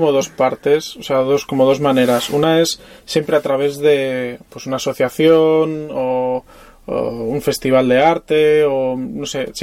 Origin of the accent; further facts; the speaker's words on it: Balearic Islands, Spain; moved away; also born or lived in Barcelona; Yo soy mallorquín.